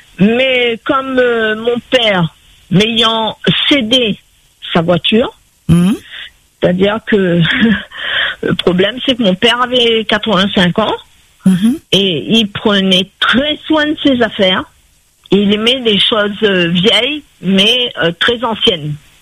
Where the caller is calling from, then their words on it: Mauritius; Mon père était mauricien et moi aussi, je suis une mauricienne. Ma mère était réunionnaise.